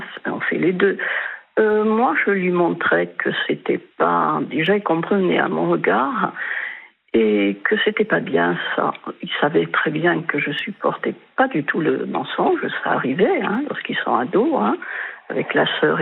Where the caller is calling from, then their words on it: Ajaccio, Corsica, France; J'habite en Corse du Sud, à Sartène. Ah. Je suis ajaxienne.